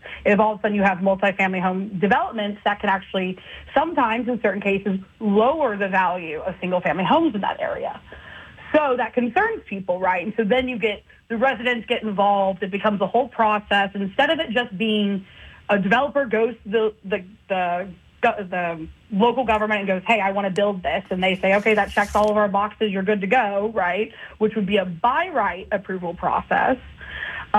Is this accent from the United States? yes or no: yes; Texas, United States; I'm from Texas, and most of my family was from Houston, so that was like second home growing up.